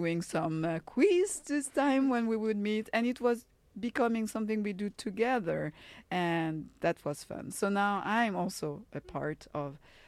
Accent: Paris, Île-de-France, France; I grew up in France, Paris

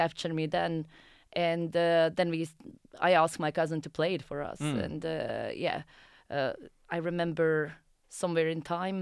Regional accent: Bosnia & Herzegovina; also born or lived in Norway; now in Gothenburg, Sweden; I'm originally from Bosnia, actually.

